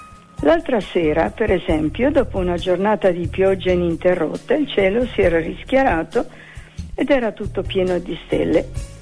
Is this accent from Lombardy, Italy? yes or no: no; Trentino-Alto Adige, Italy; moved away; al mio paese dicono che se si rischiara di notte è come un asino che va di trotto. Se volete ve lo dico pure in Trentino